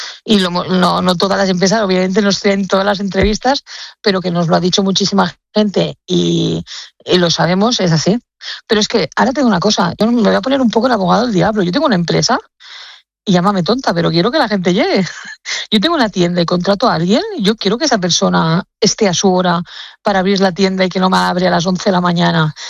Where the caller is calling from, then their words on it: Tarragona, Catalonia, Spain; Yo vivo en Tarragona y trabajo en el puerto de Barcelona, en la zona portuaria.